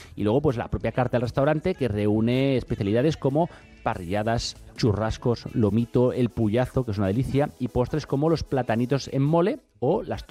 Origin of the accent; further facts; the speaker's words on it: Guatemala; Yo soy de Guatemala.